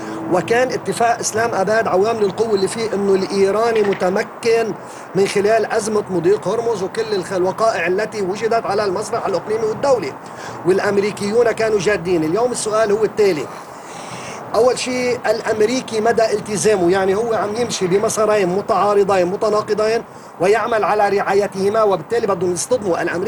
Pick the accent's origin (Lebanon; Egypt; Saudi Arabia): Lebanon; نحن كلبنانيين